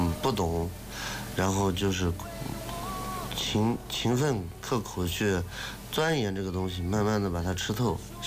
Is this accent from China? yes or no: yes; Xinjiang, China; moved away as an adult; now in Karamay, China; 家乡的离得也不远，就在咱们周边，是在兵团。